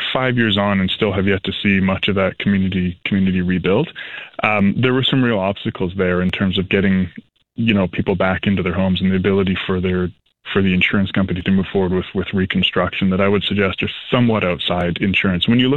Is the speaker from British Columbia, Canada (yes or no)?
yes; British Columbia, Canada; Yeah, I mean, you know, as a British Columbian, as probably any Canadian, this is horrifying, right?